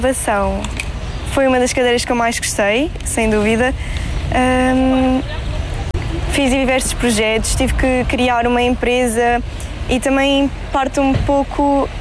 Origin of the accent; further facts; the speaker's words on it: Albufeira, Faro, Portugal; tenho 21 anos e sou de Albufeira.